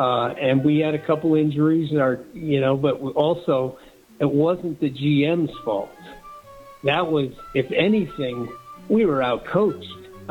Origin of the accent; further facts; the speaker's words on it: Maine, United States; now in Wyoming, United States; Yeah, I'm from the great state of Maine. At this time, though, I'm living in Wyoming